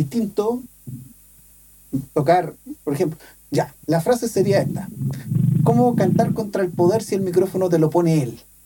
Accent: Maipú, Santiago Metropolitan Region, Chile; Yo soy de Maipú y no veo ahí ni cagando.

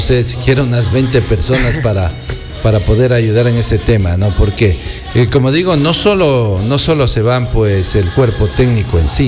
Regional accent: Ecuador

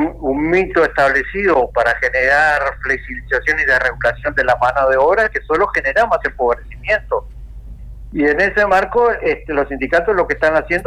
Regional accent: Uruguay; yo como ciudadano uruguayo

